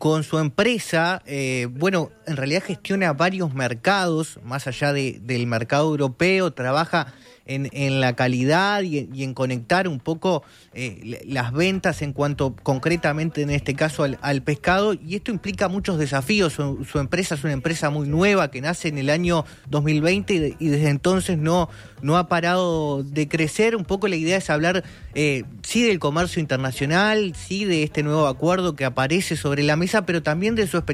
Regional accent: Uruguay

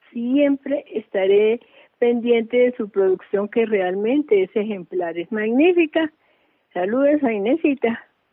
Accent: Colombia; Yo soy 100% colombiana. Yo no me iría a vivir a ninguna otra parte.

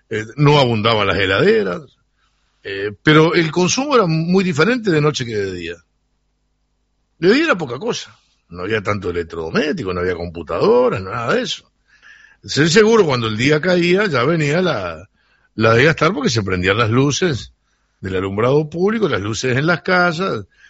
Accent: Sarandí del Yi, Durazno, Uruguay; born there; moved away; Hablo de Sarandí de allí, ¿no? Y se sentía, porque además se oía de mucho. Yo, de mi casa paterna de la UTE, está unas cuantas cuadras.

